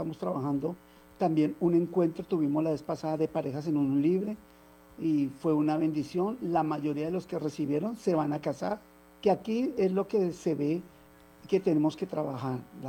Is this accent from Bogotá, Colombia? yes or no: yes; Bogotá, Colombia; moved away; yo soy rolo, a mí me gusta estar activo. O sea, uno de Bogotá